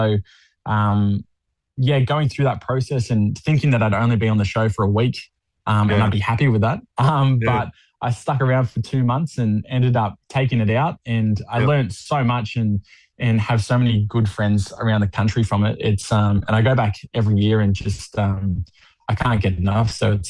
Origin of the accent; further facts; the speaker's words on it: Cronulla, New South Wales, Australia; moved away; also born or lived in Gymea; I grew up in Cronulla